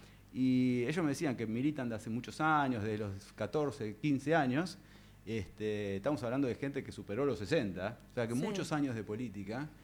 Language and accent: Spanish; Argentina; Somos el pueblo argentino